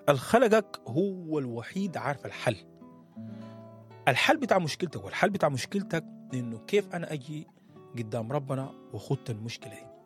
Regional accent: Sudan; كسوداني بنحب الاجتماعيات

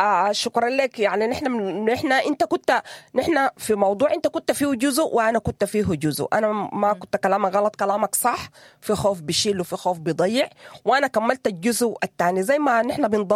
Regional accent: Sudan; moved away

